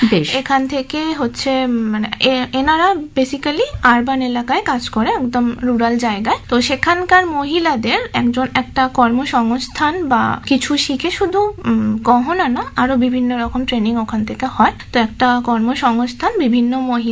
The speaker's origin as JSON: {"language": "Bangla", "town": "Howrah", "region": "West Bengal", "country": "India", "said": "আমি যেহেতু হাওড়ায় থাকি, আমার বাড়ি হাওড়া"}